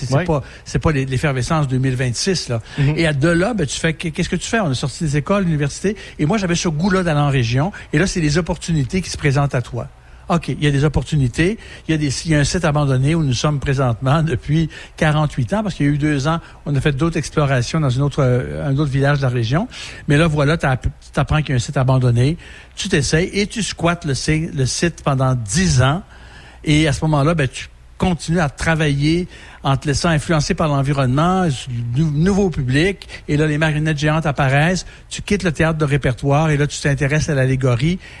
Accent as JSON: {"language": "French", "region": "Quebec", "country": "Canada", "tie": "born or raised there", "also_born_or_lived": "Montreal", "moved": "as an adult", "said": "Moi, je suis natif de la région du Saguenay."}